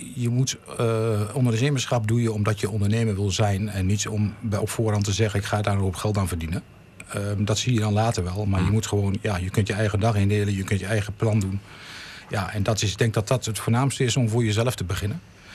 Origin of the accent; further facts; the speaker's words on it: Heerde, Gelderland, Netherlands; Ik ben geboren in Heerde. Mijn leeftijd 53 jaar. En geboren in Heerde en opgegroeid in Heerde. Ik heb altijd gewoond tegenover de speeltuin aan de Brandstraat. Daar ben ik geboren.